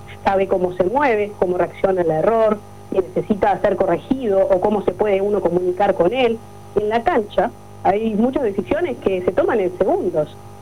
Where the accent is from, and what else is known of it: Uruguay